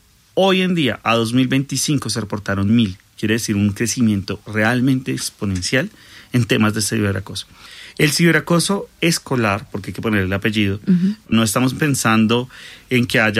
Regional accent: Colombia; Nosotros como colombianos normalizamos muchos hechos de violencia

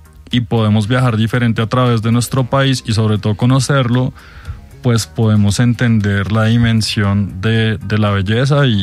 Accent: Chía, Cundinamarca, Colombia; nosotros somos de Chía y entonces ahí en los pueblitos uno se conoce con todo el mundo desde hace tiempo, sí.

